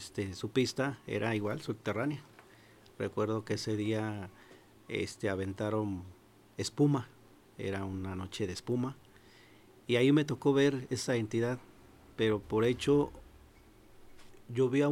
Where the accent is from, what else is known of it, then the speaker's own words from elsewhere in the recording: Guanajuato, Mexico; moved away; yo vengo de Guanajuato.